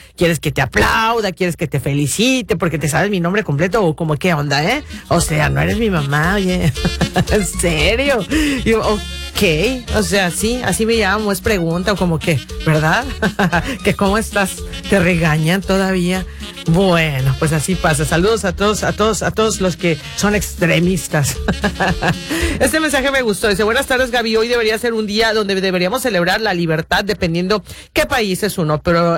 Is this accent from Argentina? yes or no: no; Mexico; somos mexicanos y muchos mexicanos